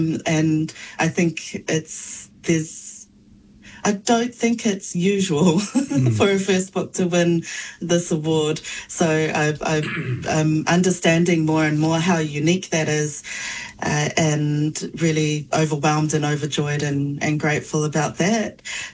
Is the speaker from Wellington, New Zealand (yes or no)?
yes; Wellington, New Zealand; also born or lived in Samoa; Yes, I was born in Samoa and then raised in Te Whanganui Ātara in Kilburnie in Wellington.